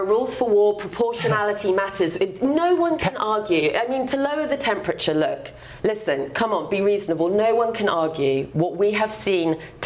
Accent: London, United Kingdom; as a Londoner myself, no, I don't want, if I was living in London right now

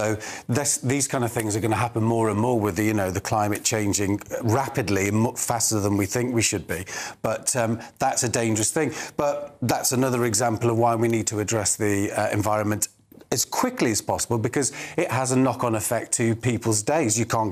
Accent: Wales, United Kingdom; born there; I'm Welsh. I was born in North Wales. I don't speak Welsh, or very badly

